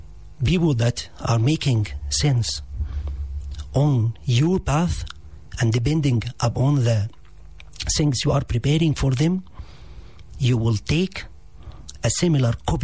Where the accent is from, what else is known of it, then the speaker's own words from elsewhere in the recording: Egypt; English is a second language; we are brothers, I love you, I'm Muslim from Egypt, I come about maybe 8 or 7 or 8 hours or by airplane thousands of kilometers to say